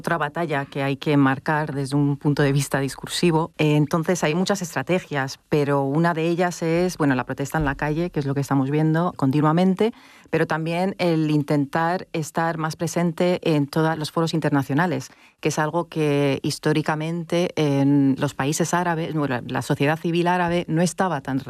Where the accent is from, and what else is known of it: Lebanon